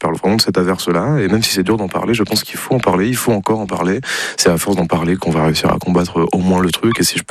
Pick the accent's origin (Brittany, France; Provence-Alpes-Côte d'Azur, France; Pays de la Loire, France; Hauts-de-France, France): Hauts-de-France, France; Oui, tout à fait, c'est ça, je suis un nordiste, un vrai de vrai.